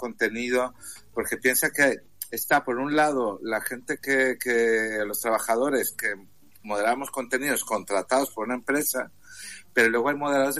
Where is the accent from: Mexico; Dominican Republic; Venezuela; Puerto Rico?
Mexico; now in Spain; En México se le dice pluma. Es que yo soy mexicano.